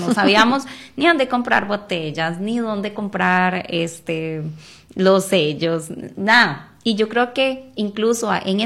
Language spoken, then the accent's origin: Spanish; Costa Rica